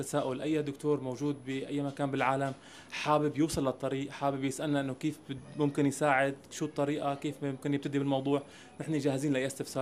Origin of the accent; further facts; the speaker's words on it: Homs, Homs Governorate, Syria; now in Germany; بحكم أنه أنا ابن مدينة حمص، إن شاء الله تعالى بدنا نسعى لنعمل مشروع مشابه تماما بمدينة حمص.